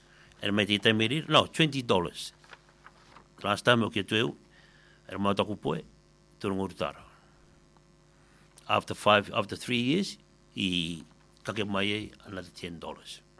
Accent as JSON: {"language": "English", "country": "Cook Islands", "tie": "born there", "said": "I am a Cook Island nationality. But in the passport, I am a New Zealander or Australian nationality. I'm an Australian citizen. I'm a New Zealand citizen. Place of birth, Cook Island."}